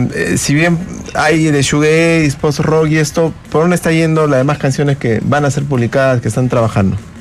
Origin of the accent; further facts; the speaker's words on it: Huancayo, Junín, Peru; desde Huancayo, mi tierra.